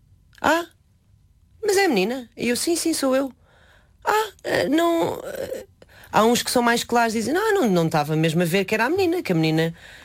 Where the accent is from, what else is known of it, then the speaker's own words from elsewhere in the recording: Cascais, Lisbon, Portugal; also born or lived in Leiria; Não, por acaso acho que nunca tive o hábito de dizer que sou de Leiria, porque nasci lá e com meses de idade mudei-me para Cascais. Mudei-me não, os meus pais mudaram-se e levaram-me atrás.